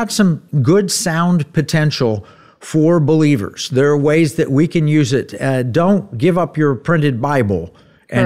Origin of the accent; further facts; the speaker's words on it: Tulsa, Oklahoma, United States; which, by the way, was one we grew up with in Tulsa.